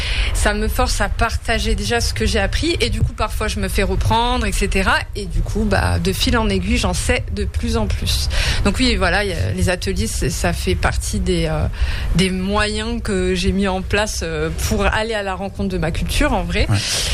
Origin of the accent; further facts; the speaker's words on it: France; j'ai grandi en France, mais mes parents, en fait, ils ne m'ont pas beaucoup transmis ni la langue, que ce soit l'arabe et que ce soit le berbère.